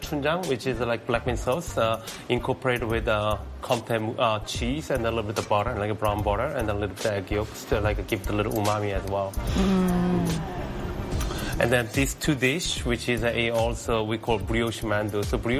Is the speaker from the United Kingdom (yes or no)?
no; South Korea; English is a second language; You know, I'm from Korea, so we're not really familiar with the fine dining.